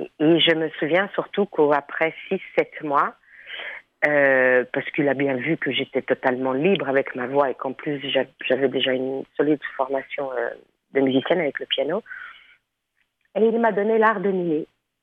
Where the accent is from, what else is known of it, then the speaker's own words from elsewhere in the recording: Brussels, Brussels-Capital Region, Belgium; moved away as an adult; now in Thessaloniki, Greece; moi, je suis bruxelloise. Je suis née et j'ai grandi et j'ai vécu à Bruxelles jusqu'à mes quoi, 23-24. Et je suis la troisième génération à Bruxelles. C'est la mère de ma mère qui y est allée.